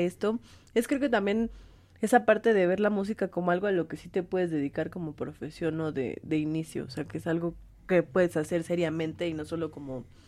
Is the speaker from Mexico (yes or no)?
yes; Mexico City, Mexico